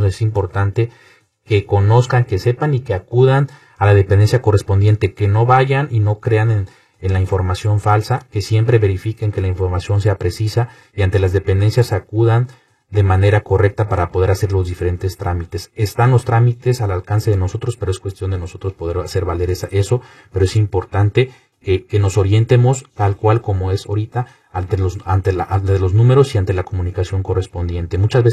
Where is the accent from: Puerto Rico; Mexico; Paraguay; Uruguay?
Mexico; now in United States; Somos mexicanos, y donde nos encontremos tenemos los mismos derechos y obligaciones.